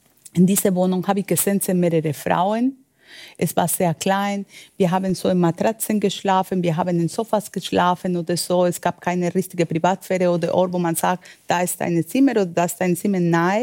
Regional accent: Medellín, Antioquia, Colombia; German is a second language; Ich komme aus Medellin. In den 90er war bei uns so viel mit dem Kartell, mit den Drogen.

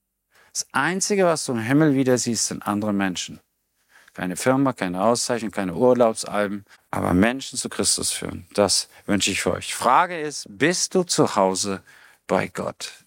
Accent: Rhineland-Palatinate, Germany; now in Stuttgart, Germany; Ich komme ja aus Rheinland-Pfalz. Und dann kam ich nach Stuttgart.

